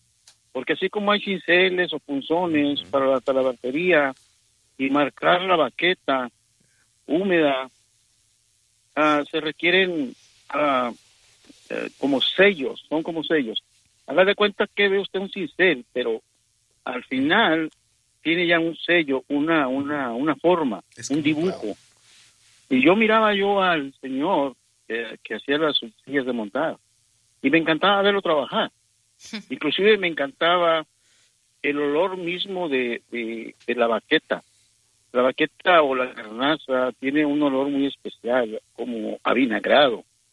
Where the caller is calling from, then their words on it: Tepic, Nayarit, Mexico; yo soy de Tepic, Nayarit.